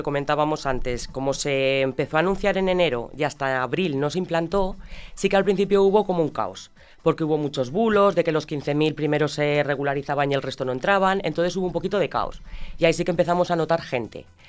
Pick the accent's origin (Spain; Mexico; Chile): Spain; Albalate de Cinca, Aragon; yo que soy de Albalate de Cinca, tema agrícola